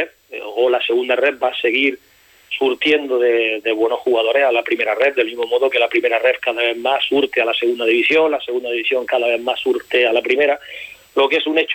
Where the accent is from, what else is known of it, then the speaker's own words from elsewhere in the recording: Granada, Andalusia, Spain; el Granada B, que yo soy granadino